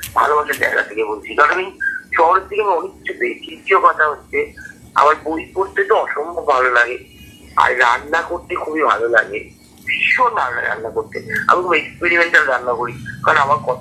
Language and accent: Bangla; Malda, West Bengal, India; now in Kolkata, India; আমি মালদার মেয়ে, কিন্তু আমি মনে করি যে আমি মোর অফ কলকাতার হয়ে গেছি এখন